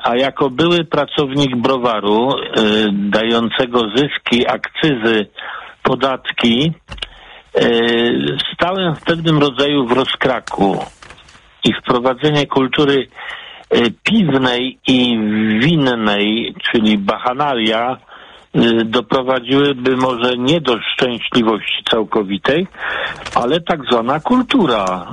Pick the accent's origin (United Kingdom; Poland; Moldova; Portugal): Poland; Poznań, Greater Poland Voivodeship; kłania się rodowity Poznaniak, czyli